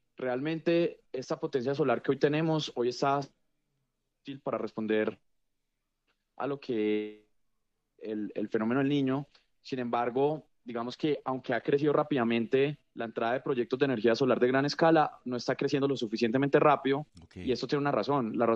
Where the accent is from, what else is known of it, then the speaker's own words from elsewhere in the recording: Colombia; para nosotros como colombianos